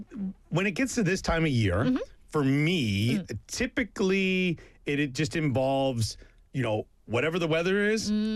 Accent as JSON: {"language": "English", "region": "Atlantic Canada", "country": "Canada", "tie": "born or raised there", "moved": "yes", "said": "I'm from the East Coast of Canada. I grew up right on the ocean."}